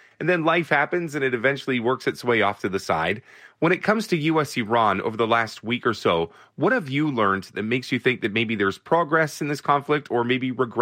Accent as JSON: {"language": "English", "country": "Canada", "said": "When you look at it from a Canadian perspective"}